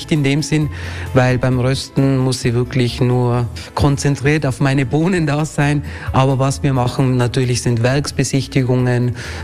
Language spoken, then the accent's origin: German; Innsbruck, Tyrol, Austria; Meine Wurzeln kommen aus der Türkei, sind seit über 50 Jahren schon mittlerweile in Tirol zu Hause. Also ich bin eigentlich gebürtiger Innsbrucker und habe eigentlich wenig Beziehung zu der Türkei